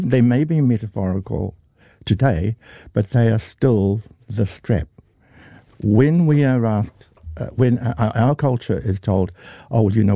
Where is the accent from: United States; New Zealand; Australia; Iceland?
New Zealand